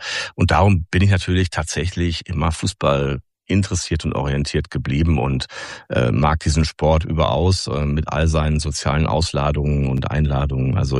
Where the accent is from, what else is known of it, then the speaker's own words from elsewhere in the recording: North Rhine-Westphalia, Germany; moved away as an adult; also born or lived in Münsterland; now in Osnabrück, Germany; Also ursprünglich komme ich ja eigentlich aus dem Münsterland, eigentlich aus dem Niederrhein-Bereich, um genau zu sein.